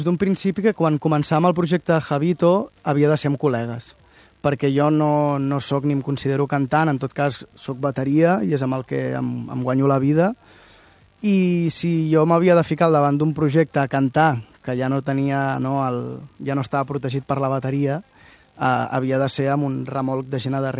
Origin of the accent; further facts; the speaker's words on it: Mataró, Catalonia, Spain; also born or lived in Pyrenees; jo estic vivint a Mataró perquè la feina m'ha fet arribar a petar a Mataró. Bueno, soc de Mataró, eh? Vaig estar vivint al Pirineu i al final em van sortir bolos i vaig tornar a Mataró